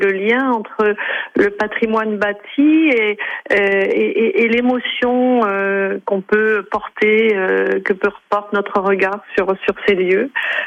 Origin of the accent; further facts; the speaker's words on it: Royan, Nouvelle-Aquitaine, France; chez nous, à Royan